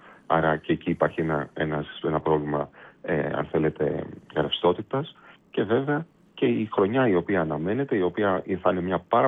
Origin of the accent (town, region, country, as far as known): Greece